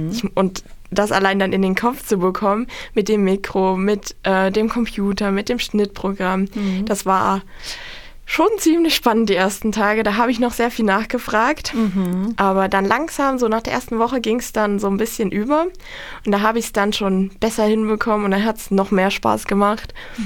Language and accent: German; Niedersachswerfen, Thuringia, Germany; Ich komme ja aus Niedersachsen-Werfen, also ziemlich nah an Nordhausen.